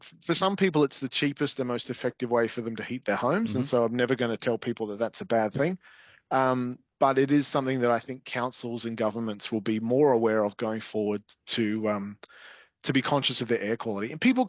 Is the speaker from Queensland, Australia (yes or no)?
yes; Queensland, Australia; Well, I'm from Queensland originally. I think I've asked for a chock top down here. I've certainly asked for that in Queensland